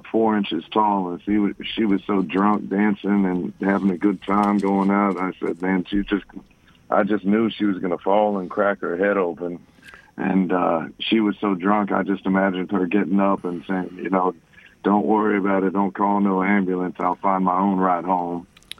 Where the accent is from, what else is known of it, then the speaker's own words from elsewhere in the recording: Orlando, Florida, United States; born there; moved away as an adult; now in Tampa, United States; I was born in Orlando. I moved to Tampa when I was about 23, I think.